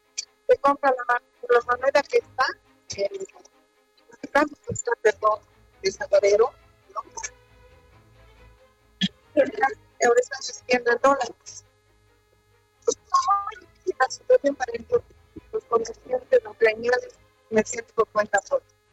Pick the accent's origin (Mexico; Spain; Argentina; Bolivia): Bolivia